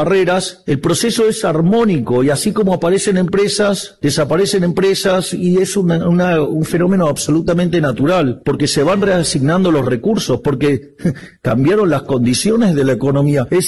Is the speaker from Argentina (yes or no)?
yes; Argentina; Si como argentinos admiramos tanto a Borges